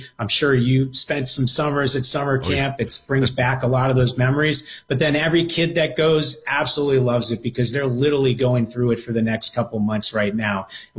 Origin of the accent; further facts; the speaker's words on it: Palm Beach Shores, Florida, United States; So I grew up in Palm Beach, on Palm Beach Shores, which was a little part, a little town at the bottom of Singer Island.